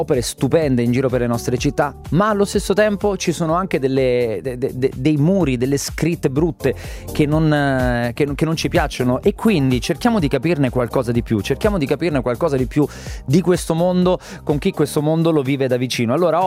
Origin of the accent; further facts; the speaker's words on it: Rome, Lazio, Italy; now in Milan, Italy; io sono romano, vivo a Milano da tanti anni.